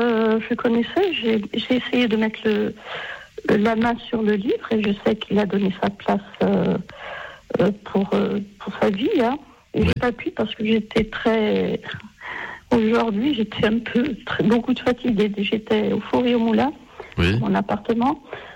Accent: Ajaccio, Corsica, France; Ils vont décéder chez nous, enfin à Sartène, puisque moi je suis d'Ajaccio.

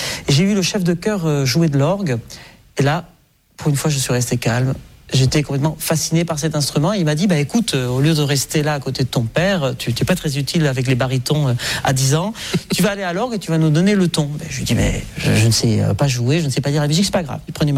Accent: Nouvelle-Aquitaine, France; il y a 36 ans, je suis né donc au Pays Basque, dans le village d'Ayer, qui est à peu près à 20 minutes de Bayonne.

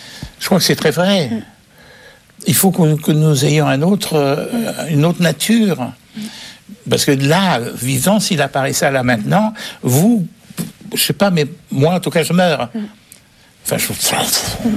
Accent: Quebec, Canada; accent: Québécois; Elle me dit parce que, à mon accent, c'est que je suis québécoise

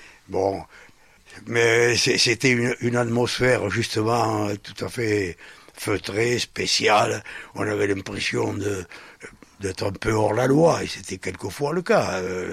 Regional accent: Carlux, Nouvelle-Aquitaine, France; also born or lived in Sarlat; Je suis né à Sarlat. Mais j'ai passé toute ma jeunesse à Roufillac de Carlux.

